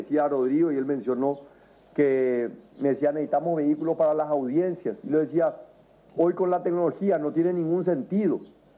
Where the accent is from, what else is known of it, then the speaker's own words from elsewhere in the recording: Paraguay; como paraguayo me siento profundamente agradecido y orgulloso